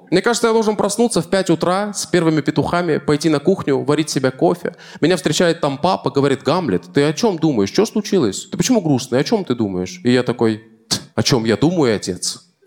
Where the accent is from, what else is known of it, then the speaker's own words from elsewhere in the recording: Armenia; вообще не такой в этом плане армянин. Я армянин с Алиэкспресса, мне кажется.